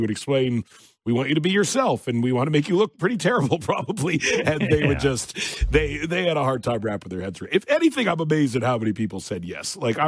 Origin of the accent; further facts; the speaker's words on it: Canada; As a Canadian, like, that was it.